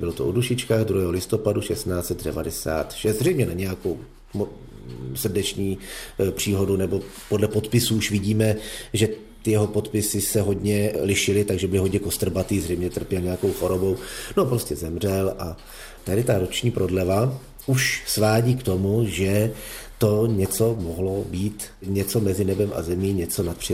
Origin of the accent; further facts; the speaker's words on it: Plzeň Region, Czechia; ta kolektivní povaha, která tady je, kterým jsme my Chodové pověstní, ta vzdorovitost, tvrdohlavost